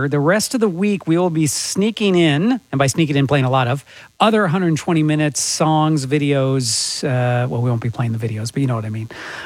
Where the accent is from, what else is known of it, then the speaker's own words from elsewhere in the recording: Montana, United States; Growing up in Montana, 120 minutes was really the only way to learn about great music.